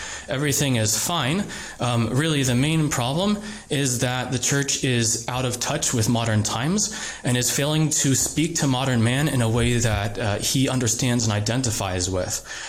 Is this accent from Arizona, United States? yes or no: yes; Phoenix, Arizona, United States; I grew up in Phoenix, Arizona. Was raised in a Novus Ordo family, but we found tradition when I was about 10 years old.